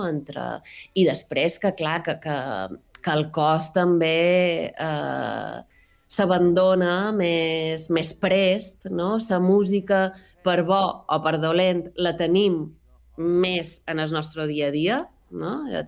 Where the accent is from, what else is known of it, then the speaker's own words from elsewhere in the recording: Marratxí, Balearic Islands, Spain; Que és d'on som jo, uh-huh. Sí.